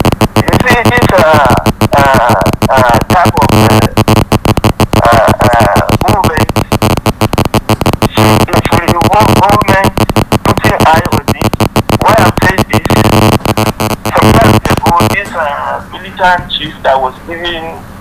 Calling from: Zaria, Kaduna State, Nigeria; I'm calling from Zaria.

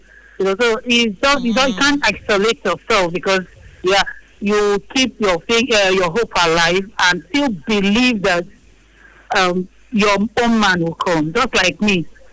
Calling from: Port Harcourt, Rivers, Nigeria; Calling from Port Harcourt.

